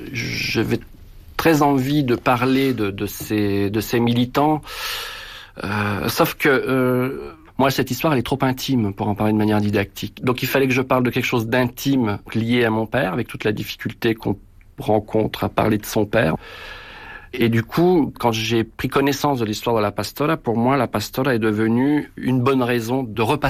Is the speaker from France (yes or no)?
yes; France; born there; Moi, je grandis dans... je grandis dans l'exil. En fait, je suis né en France, d'un père exilé. Mon père est issu d'une famille républicaine.